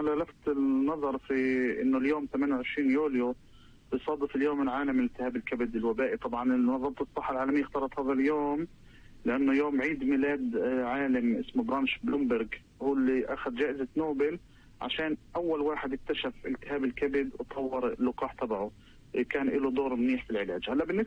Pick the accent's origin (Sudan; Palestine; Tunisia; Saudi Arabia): Palestine; والله إحنا عندنا في فلسطين